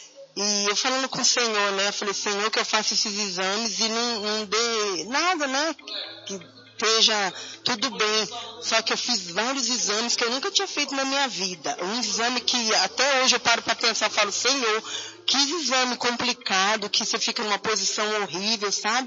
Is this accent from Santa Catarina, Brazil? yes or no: no; São Paulo, Brazil; Nós somos do região de Santo Amaro.